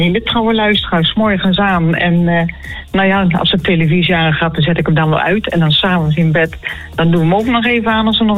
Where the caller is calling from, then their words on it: Utrecht, Netherlands; accent: soft G; Ja, ik ben een Utrechtse, maar met een Limburger getrouwd.